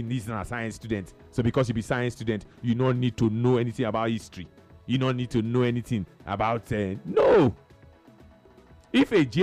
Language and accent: English; Nigeria